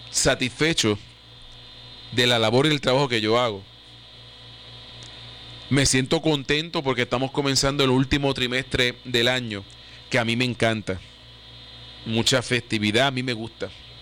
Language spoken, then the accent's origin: Spanish; Puerto Rico; como puertorriqueño, siento por mí y siento por los míos.